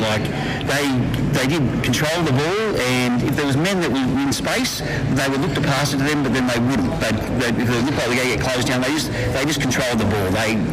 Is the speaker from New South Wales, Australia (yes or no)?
yes; Sydney, New South Wales, Australia; also born or lived in Sutherland; I grew up at Rockdale, went to Rockdale Primary School, and I went to Hurstville Boys High.